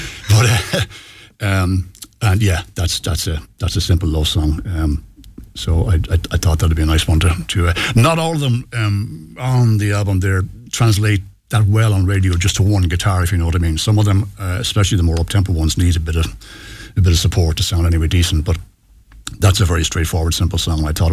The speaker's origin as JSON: {"language": "English", "town": "Galway", "region": "Connacht", "country": "Ireland", "moved": "as an adult", "lives_now": "Kilcolgan, Ireland", "said": "I'm from Salt Hill originally, yes, Salt Hill boy, John, and couldn't afford to live there now. My mum still lives there, and I'm out in Kilcolgan for the last 20 odd years. Like it out there. It's the rural suburbs, as I call it."}